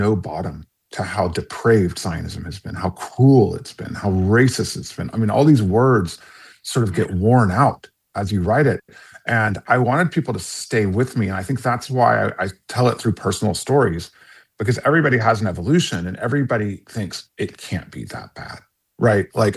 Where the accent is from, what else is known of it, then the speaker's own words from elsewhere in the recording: United States; I'm American and I grew up in this country.